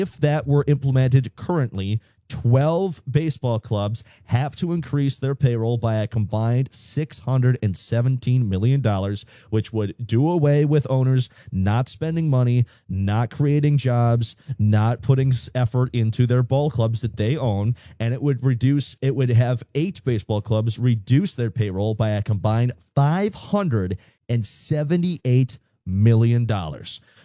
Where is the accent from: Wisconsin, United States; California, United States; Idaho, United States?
Wisconsin, United States; I was born and raised in Wisconsin.